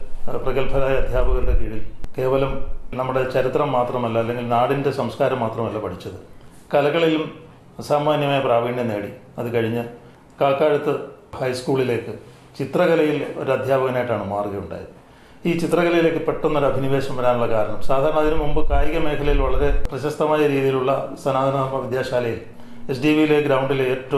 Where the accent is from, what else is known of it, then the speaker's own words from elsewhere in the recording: Alappuzha, Kerala, India; ഞങ്ങൾ ആലപ്പുഴക്കാരെല്ലാം